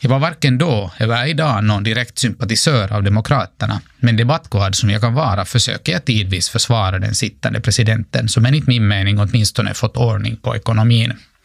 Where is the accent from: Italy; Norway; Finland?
Finland